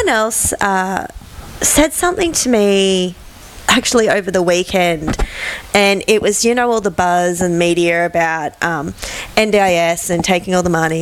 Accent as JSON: {"language": "English", "country": "Australia"}